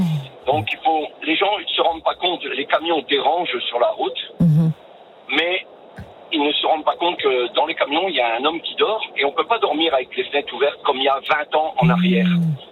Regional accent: Dunkirk, Hauts-de-France, France; Je suis de Dunkerque, je suis chauffeur routier

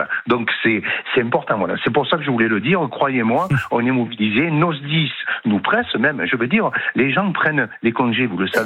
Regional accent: Provence-Alpes-Côte d'Azur, France; chez nous en Provence et dans le sud

